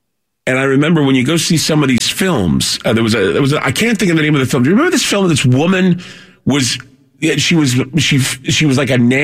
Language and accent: English; Utah, United States; There was a tree when I grew up in Utah, there was a tree where it was on this street